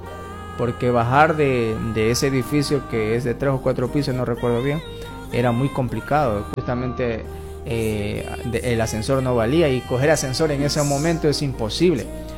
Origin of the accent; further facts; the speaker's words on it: Ecuador; como ecuatorianos que somos